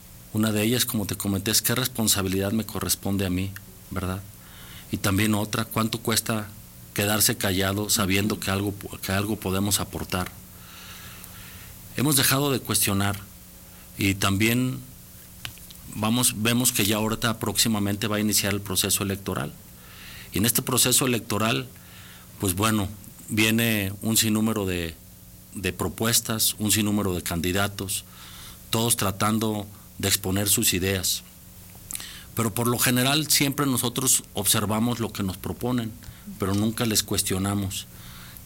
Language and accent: Spanish; Mexico; como ciudadanos, como mexicanos